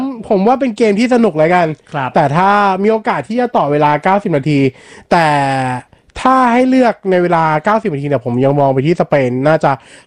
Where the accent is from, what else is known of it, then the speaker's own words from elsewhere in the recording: Lam Luk Ka, Pathum Thani, Thailand; also born or lived in Min Buri, Bangkok; แล้วผมก็ไปโตที่ลำลูกากลายเป็นวัยรุ่นลำลูกาตอนนี